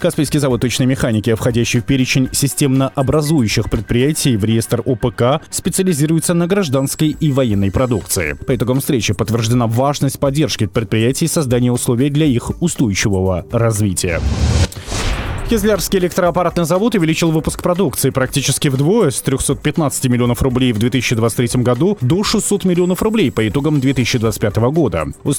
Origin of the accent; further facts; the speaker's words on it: Dagestan, Russia; я сейчас хочу обратиться к своим землякам-дагестанцам